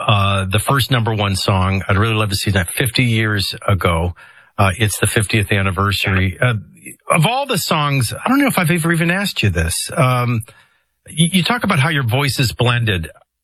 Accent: Franklin, Tennessee, United States; That's growing up in Franklin, Tennessee for you.

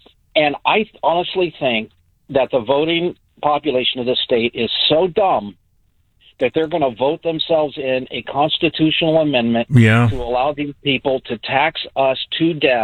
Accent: Lincoln, California, United States; born or raised there

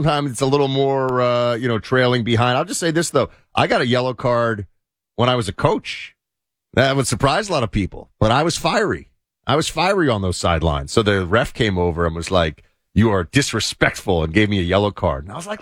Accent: New York City, New York, United States; from New York City. People were a little bit tough in the boroughs there.

